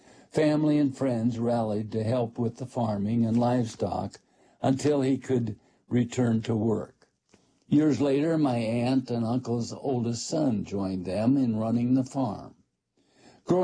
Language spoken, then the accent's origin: English; Iowa, United States; Born and raised in Iowa, I have many grand memories of this beautiful state.